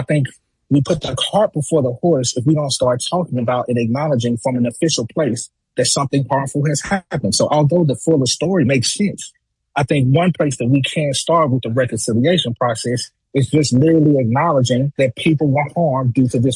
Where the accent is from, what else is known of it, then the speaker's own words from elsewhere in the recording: the South, United States; And being a Southerner, we know how much we acknowledge and revise the old South, right?